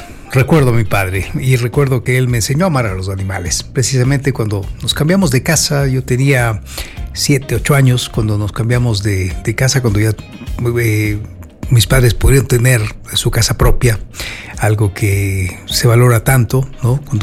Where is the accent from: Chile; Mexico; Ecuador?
Ecuador; Seguimos creyendo, hay que seguir luchando como somos los ecuatorianos.